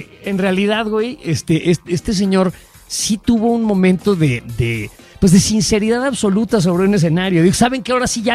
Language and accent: Spanish; Mexico; porque jodones somos los mexicanos, ¿no?